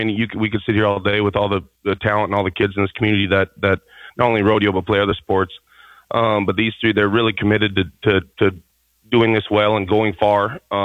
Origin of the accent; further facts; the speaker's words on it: Killdeer, North Dakota, United States; I was born and raised here in Killdeer, North Dakota.